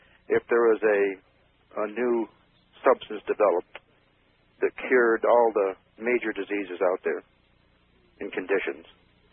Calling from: Sarasota, Florida, United States; in Sarasota, Florida.

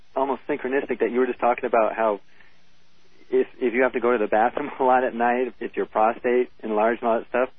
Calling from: California, United States; I'm from Southern California. Right now I'm in Santa Monica.

